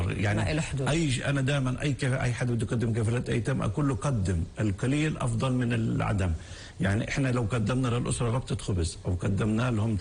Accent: Palestine

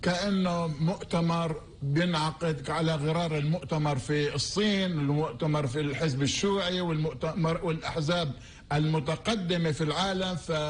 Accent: Palestine; كفلسطينيين

